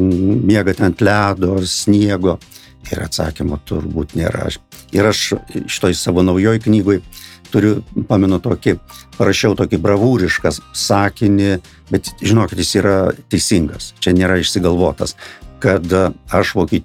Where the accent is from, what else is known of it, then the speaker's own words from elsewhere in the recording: Samogitia, Lithuania; aš esu žemaitis, žemaičiai nedaug žodžiauja.